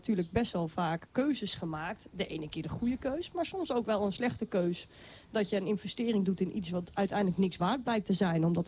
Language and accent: Dutch; Arnhem, Gelderland, Netherlands; moved away; Ja, ik kom uit de stad. Ik kom uit Arnhem. Dus ik ben echt midden in de stad opgegroeid.